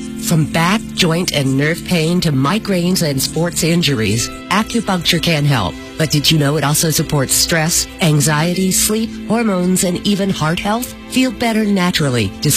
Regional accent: Honolulu, Hawaii, United States; born there; I was born in Honolulu, Hawaii.

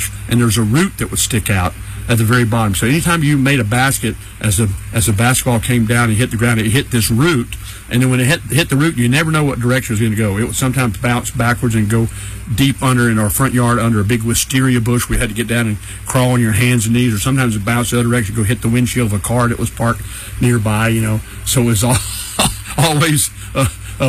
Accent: Charlotte, North Carolina, United States; I grew up in Charlotte, North Carolina, east of here in the mountains, down into Upper Piedmont, down there, and we had a big American elm tree in our yard

